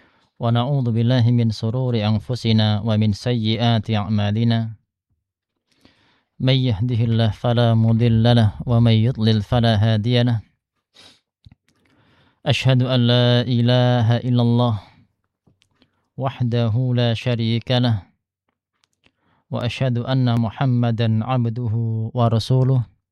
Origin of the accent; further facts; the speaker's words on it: Sragen, Central Java, Indonesia; also born or lived in Jember; now in Perawang, Indonesia; Kalau ana aslinya dari Sragen.